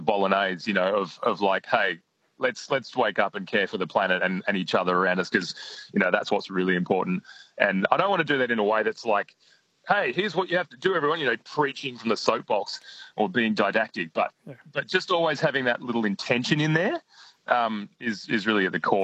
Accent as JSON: {"language": "English", "town": "Denmark", "region": "Western Australia", "country": "Australia", "tie": "born or raised there", "said": "And, my hometown in Denmark, there's the Wallery, which is another sort of community that's been doing interesting stuff."}